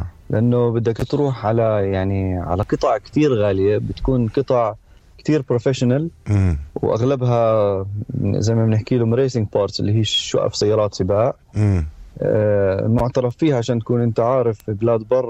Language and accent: Arabic; Palestine; عندنا في فلسطين